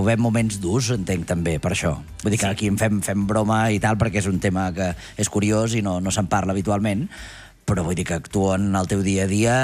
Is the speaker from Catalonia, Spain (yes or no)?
yes; Muntanyola, Catalonia, Spain; Jo soc de la Mancomunitat de la Plana, jo soc de Muntanyola.